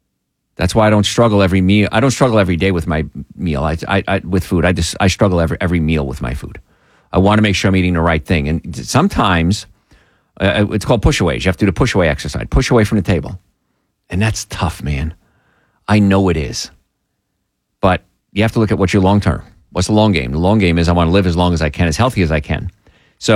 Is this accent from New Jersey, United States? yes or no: yes; New Jersey, United States; growing up in New Jersey in the toxic, I grew up in a place called the Cancer Belt.